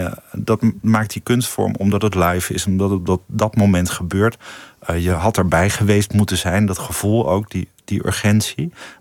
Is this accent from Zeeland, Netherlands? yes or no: no; Tiel, Gelderland, Netherlands; moved away as an adult; also born or lived in The Hague; Ik had niet het geluk dat wij drama kregen op school in Tiel, waar ik ben opgegroeid.